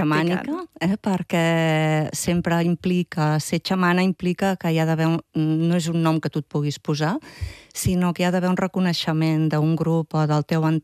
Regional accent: Tona, Catalonia, Spain; born there; Vaig néixer a Tona i en aquests moments visc a Tona, també. des de fa uns anys

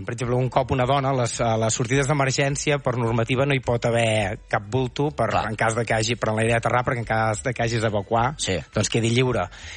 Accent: Terrassa, Catalonia, Spain; Jo soc de Terrassa

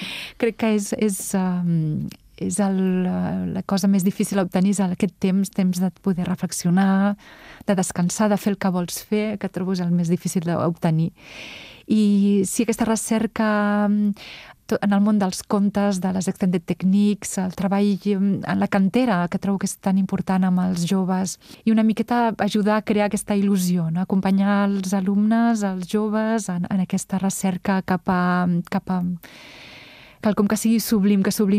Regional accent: Catalonia, Spain; now in Paris, France

